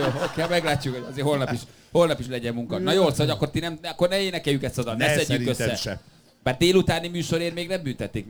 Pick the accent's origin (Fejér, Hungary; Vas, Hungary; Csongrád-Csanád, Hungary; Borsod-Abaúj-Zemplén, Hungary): Vas, Hungary; Bögöt; Hát tudom, hát ott nőttem föl Bögödön.